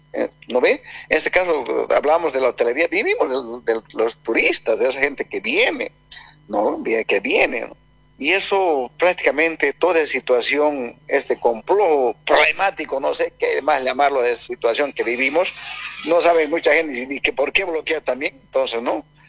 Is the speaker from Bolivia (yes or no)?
yes; Bolivia; hay cataratas naturales en los yungas de mi pueblo